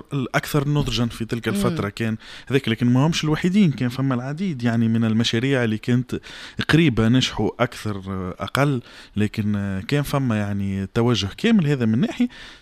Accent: Tunisia; أنا تعبر عليا كتونسي.

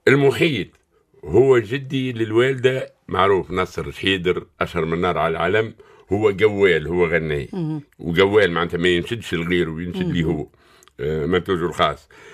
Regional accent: El Kef, Kef Governorate, Tunisia; من مواليد 65 بالكاف العتيقة

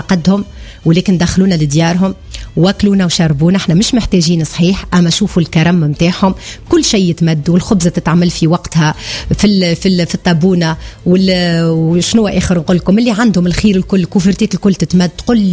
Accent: Tunisia; وين تمشي انت كتونسي لاي ولايه لاي بر في تونس لاي شبر تلقى كان الحفاوه،

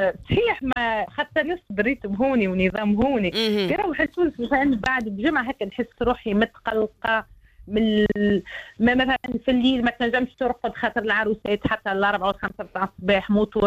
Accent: Tunisia; وانا اقولها كتونسية

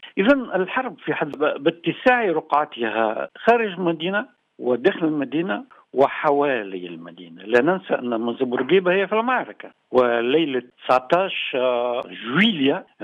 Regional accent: Bizerte, Bizerte Governorate, Tunisia; أنا من مواليد بنزرت سنة 52 و900 وألف، شهدت وقائع معركة بنزرت وأنا طفل.

